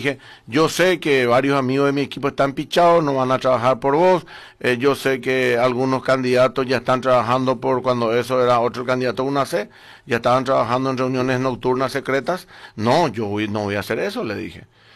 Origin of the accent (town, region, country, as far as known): Carapeguá, Paraguarí, Paraguay